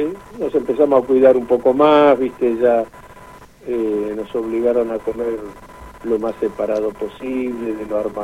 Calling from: Carmen de Areco, Buenos Aires Province, Argentina; Carmen de Areco

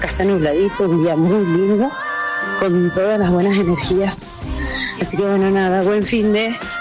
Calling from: San Juan, Argentina; de San Juan.

